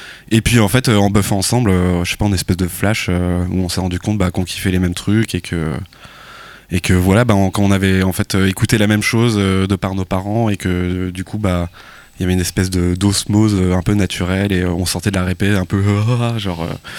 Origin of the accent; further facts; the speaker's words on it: Douarnenez, Brittany, France; on est originaire de Douarn